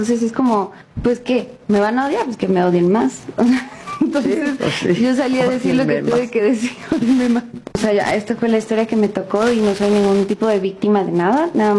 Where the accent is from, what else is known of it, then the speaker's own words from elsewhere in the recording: Los Angeles, California, United States; born there; yo nací en Los Ángeles. Claro. Tengo la nacionalidad mexicana.